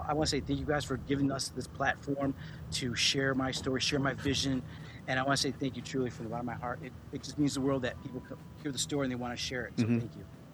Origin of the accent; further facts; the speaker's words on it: Chicago, Illinois, United States; It's the tortilla. I'm from Chicago.